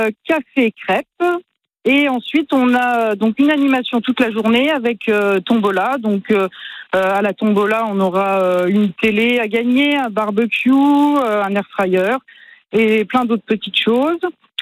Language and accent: French; Jaulny, Grand Est, France; chez nous à Jaulny